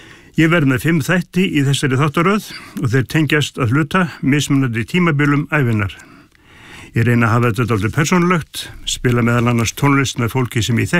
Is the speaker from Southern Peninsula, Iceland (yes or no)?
no; Mývatnssveit, Northeastern Region, Iceland; Ég ólst upp í Mývarsveit, tónlistar áreitið þar var annars vegar úr Ríkisútvarpinu og hins vegar var þetta heimatilbúin tónlist